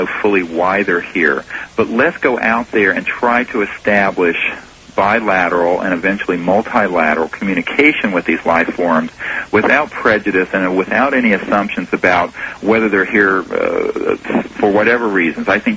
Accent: United States; now in Blue Ridge Mountains, North Carolina, United States; I consider myself a very patriotic and proud American.

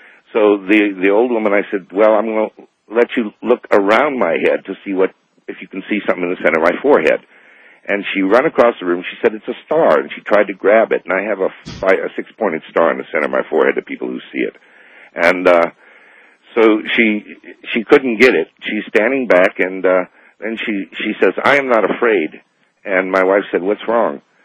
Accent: Quartzsite, Arizona, United States; now in Los Angeles, United States; from Quartzsite, Arizona, listening to you from Los Angeles, 640.

